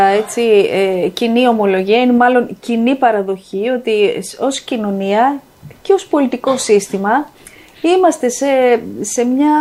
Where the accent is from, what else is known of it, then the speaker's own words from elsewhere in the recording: Greece; Εμείς σήμερα έχουμε ξεχάσει ότι είμαστε Έλληνες